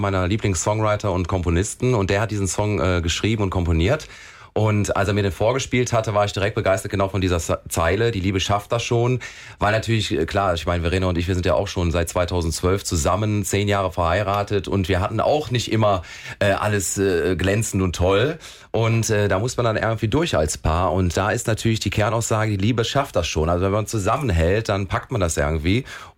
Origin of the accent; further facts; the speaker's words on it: Aachen, North Rhine-Westphalia, Germany; Dreiländereck, ja, also Belgien, Niederlande, Deutschland, Aachen, ja.